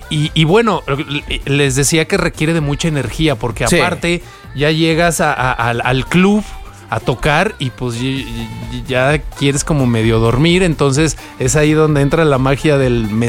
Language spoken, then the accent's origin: Spanish; Guadalajara, Jalisco, Mexico; Que salgo de Guadalajara, yo soy de Guadalajara.